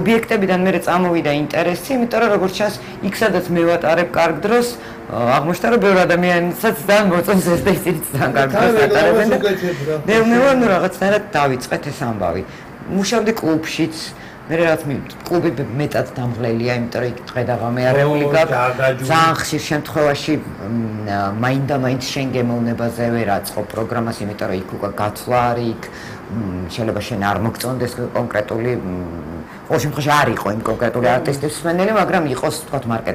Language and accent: Georgian; Tbilisi, Georgia; born there; ძალიან გამიმართლა რომ დავიბადე ამ ქალაქში